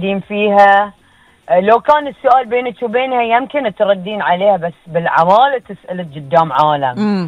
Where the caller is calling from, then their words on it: Bahrain; أنا من البحرين، أنا سيدة بالله.